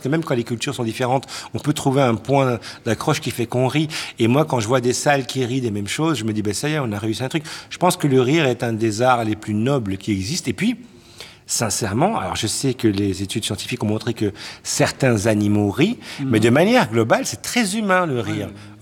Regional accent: Belgium; Ma première couche, je suis belge. La deuxième, je suis d'origine marocaine. Elle se superpose. Ce n'est pas antinomique. La troisième, je suis de confession musulmane.

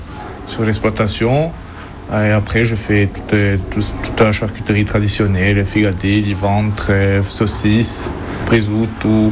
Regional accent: Penta-di-Casinca, Corsica, France; Je suis originaire de Pinte, mes grands-parents étaient de Pinte aussi. J'habitais un moment chez ma grand-mère quand j'étais petit.

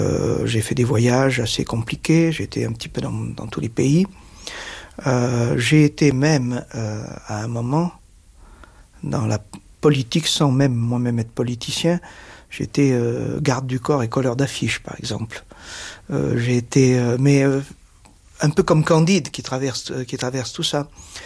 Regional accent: Nice, Provence-Alpes-Côte d'Azur, France; born or raised there

